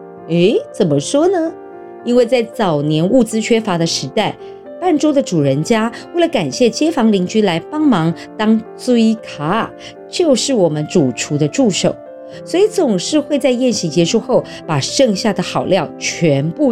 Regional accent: Taiwan; 不只是我们台湾人

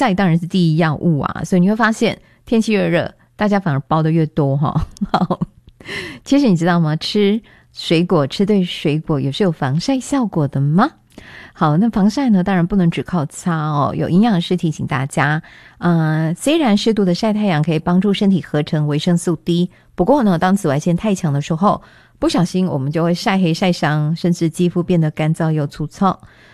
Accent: Taichung, Taiwan; 身为台中人，大概很少有人喜欢夏天吧

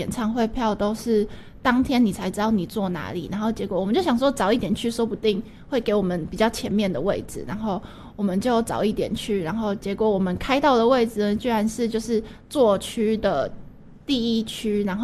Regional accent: Taipei, Taiwan; 其实因为我是台北人，所以这也是我第一次就是离开 家里就是跟朋友一起住啊

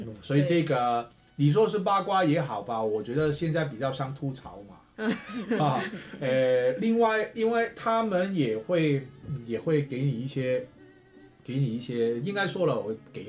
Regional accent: Guangdong, China; accent: Cantonese; 所以你很多像我们广东话叫有凹凹抓

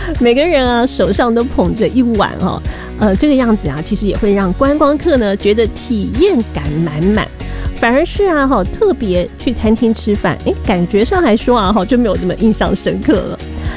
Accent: Taiwan; 跟我们台湾人坐在一起享受道地的美食。

